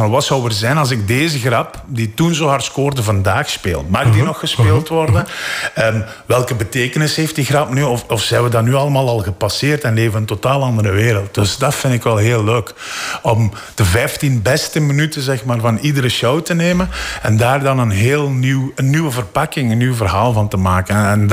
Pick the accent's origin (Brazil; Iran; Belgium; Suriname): Belgium; Flanders; now in Brussels, Belgium; Ja, Limburg is voor mij thuiskomen.